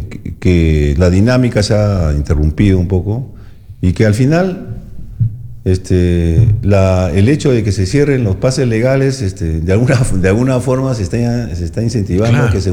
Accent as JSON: {"language": "Spanish", "town": "Trujillo", "region": "La Libertad", "country": "Peru", "moved": "yes", "lives_now": "Loja, Ecuador", "said": "soy trujillano, así que tengo amigos de Trujillo"}